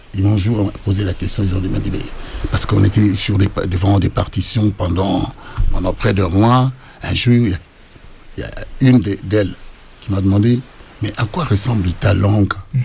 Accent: Kinshasa, DR Congo; born there; je suis né dans Léopoldville.

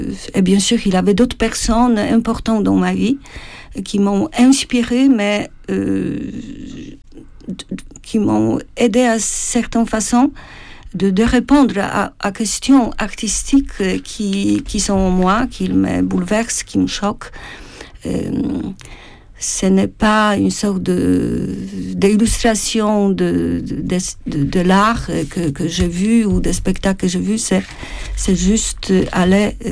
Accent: Wrocław, Lower Silesian Voivodeship, Poland; moved away; Je suis de Wrocław

